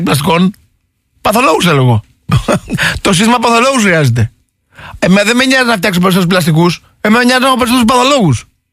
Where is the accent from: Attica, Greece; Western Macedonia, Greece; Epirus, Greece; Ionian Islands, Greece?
Western Macedonia, Greece; Kastoria; Εγώ είμαι πολύ χαρούμενος γιατί εγώ είμαι από την Καστοριά.